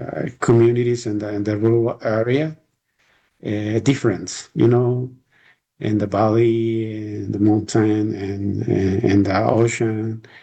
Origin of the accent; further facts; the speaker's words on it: Honduras; first language Spanish; English is a second language; I'm serving in Honduras, my country. God gave me the opportunity to serve him here. I feel like Honduras is like my Africa.